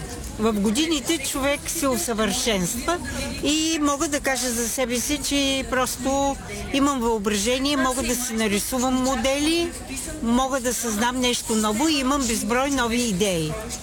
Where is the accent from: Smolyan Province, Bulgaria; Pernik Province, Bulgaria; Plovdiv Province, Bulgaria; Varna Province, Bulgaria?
Plovdiv Province, Bulgaria; Karlovo; аз съм от Карлово